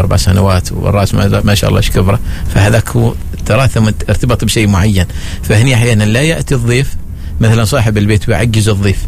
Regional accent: Oman; أنا اليوم لما أتكلم عن قاعدة السمت عندي في الضيافة كعماني تمر الحلوى مثلا

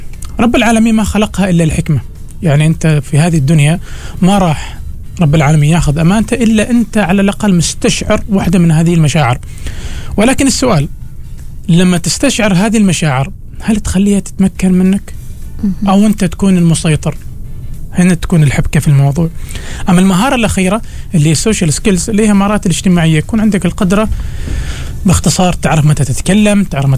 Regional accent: Oman; احنا عندنا في عمان ما في ربيع، صيف شتاء شتاء صيف، وينقلب عندك الجو في في في في في يوم واحد.

